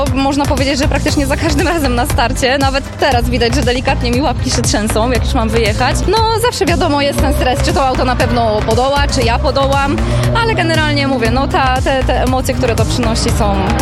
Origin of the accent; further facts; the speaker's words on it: Pomeranian Voivodeship, Poland; przyjechałam z okolic Lęborka, prawie z samego nadmorza.